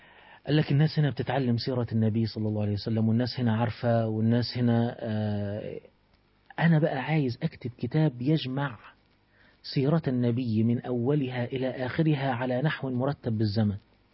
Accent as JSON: {"language": "Arabic", "country": "Egypt", "said": "دار مريت مشهورة عندنا في مصر"}